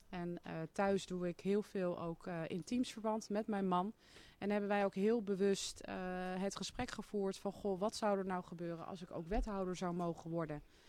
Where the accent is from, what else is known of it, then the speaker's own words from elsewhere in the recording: Huizen, North Holland, Netherlands; born there; moved away as an adult; now in Hierden, Netherlands; Ik kom uit Huizen. Huizen? Ja, daar ben ik geboren.